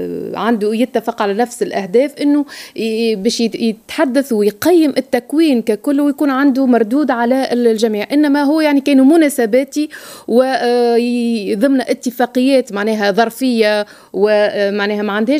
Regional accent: Tunisia; احنا في تونس

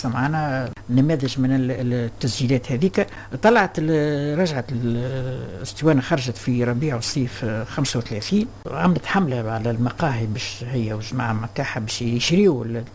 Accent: Tunisia; accent: Tunisian; كما نقولوا باللغه بلهجتنا التونسيه

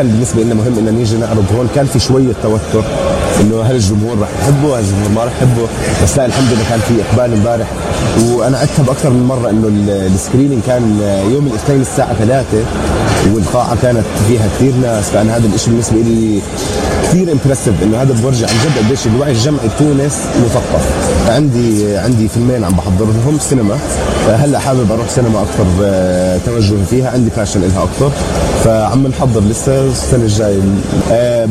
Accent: Jordan

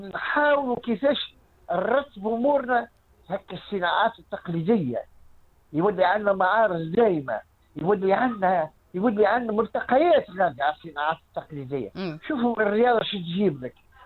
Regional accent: Tunisia

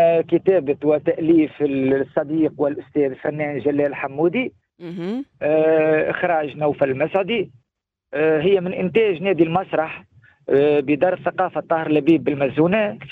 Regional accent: Mezzouna, Sidi Bouzid, Tunisia; also born or lived in Metlaoui; وحاليا في مدينة المزونة مدينة الأم مسقط رأسي

